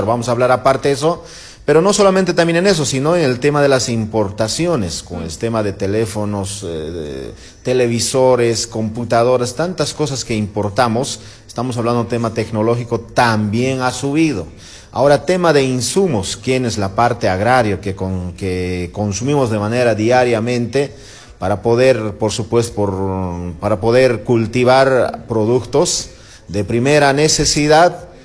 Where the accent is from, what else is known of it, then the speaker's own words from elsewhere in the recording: Bolivia; quienes principalmente somos como bolivianas y bolivianos